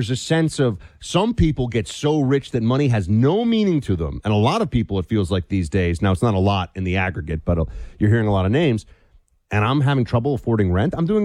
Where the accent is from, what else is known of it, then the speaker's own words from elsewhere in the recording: New York City, New York, United States; Hey, I grew up in New York City. I know the Jewish community very well. I'm not Jewish.